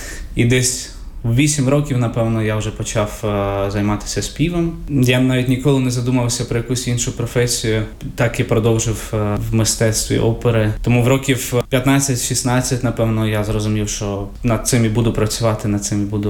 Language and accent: Ukrainian; Brovary, Kyiv Oblast, Ukraine; Я з Києва. Народився я в Києві в 2002 році. Перші роки я жив там. На жаль, я їх як дитина не пам'ятаю. Але потім ми з сім'єю жили в Київській області, в місті Бровари.